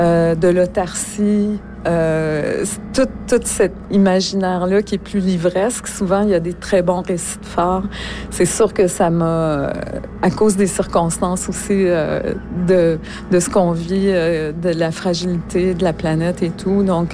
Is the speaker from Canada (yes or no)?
yes; Quebec, Canada; Parce que moi, je viens du Sud.